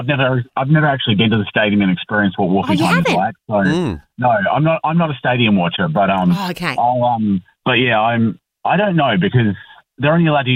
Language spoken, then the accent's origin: English; Fremantle, Western Australia, Australia; I grew up around Fremantle